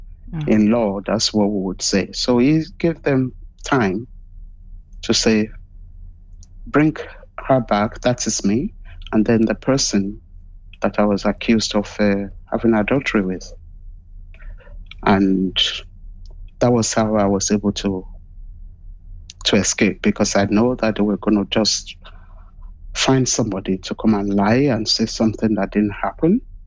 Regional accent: Nigeria; moved away as an adult; It was a tough thing to be a lesbian or someone that is LGBTIQ growing up in Nigeria.

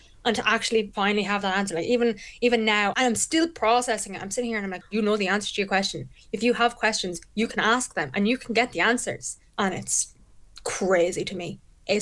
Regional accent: Ireland; also born or lived in China; growing up in Ireland, I felt the same.

